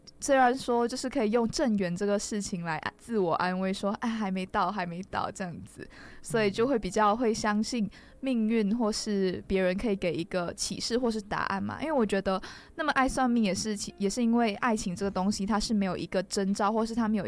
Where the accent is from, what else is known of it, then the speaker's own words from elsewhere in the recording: Malaysia; 因为我是马来西亚人嘛，然后其实马来西亚人也是蛮迷信的，就是我们这些宗教这些都是有的